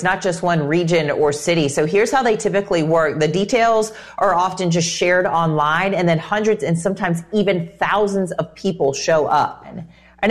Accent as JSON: {"language": "English", "town": "Charlotte", "region": "North Carolina", "country": "United States", "tie": "born or raised there", "said": "Here in my hometown of Charlotte, they're talking about changing the current teen curfew to 9 o'clock for everybody 18 and under."}